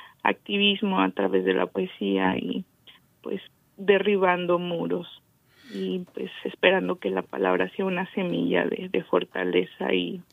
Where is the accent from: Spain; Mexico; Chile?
Mexico; Hidalgo; invitando a los estudiantes de donde soy, de mi pueblo de Hidalgo